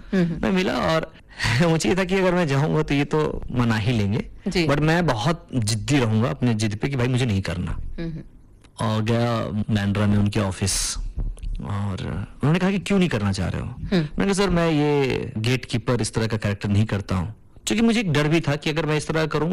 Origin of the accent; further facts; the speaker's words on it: Bihar, India; मैंने कहा सर मैं तो बिहार से हूँ।